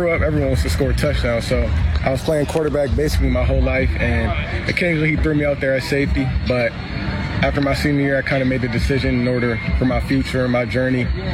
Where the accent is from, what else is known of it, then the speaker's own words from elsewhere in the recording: Virginia, United States; You know, I'm from Virginia, so being, what, like 2,000 miles away from home, it was just a whole learning process, completely different.